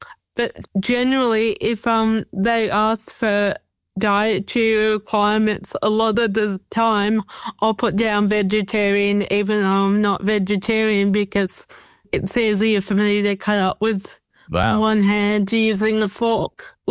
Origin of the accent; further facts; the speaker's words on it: New South Wales, Australia; I mean, I'm from the Hunter Valley, Sam. I love food. I live for food.